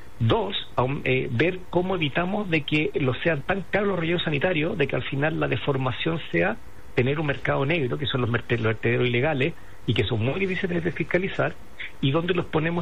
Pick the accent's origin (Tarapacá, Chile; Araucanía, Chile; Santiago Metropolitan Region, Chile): Tarapacá, Chile; Iquique; yo soy de Iquique